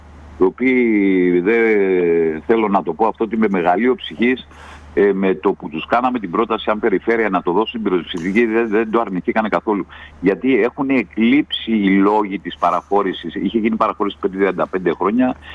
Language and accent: Greek; Rhodes, South Aegean, Greece; Η αγάπη για τη Ρόδο. Αυτή η πόλη εμένα και το νησί μου έχει δώσει πολλά.